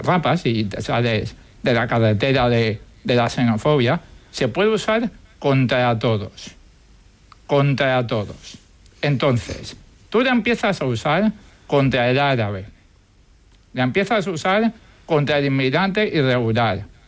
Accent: Argentina; born there; Yo nací en Argentina, y en Argentina hay casas de España

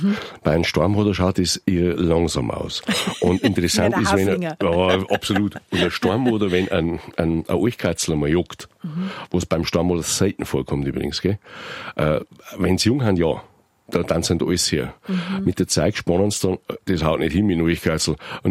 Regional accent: Bavaria, Germany; Das ist recht schön, das ist bei uns im Bayerischen Wald, im Bayerwald-Bote mal erklärt

